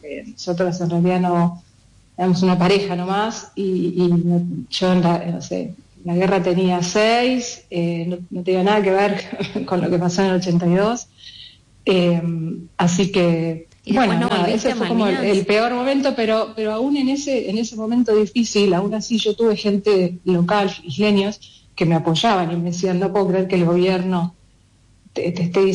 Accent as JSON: {"language": "Spanish", "country": "Argentina", "moved": "as an adult", "lives_now": "Falkland Islands", "said": "vos sos la Argentina. Y yo le digo, sí"}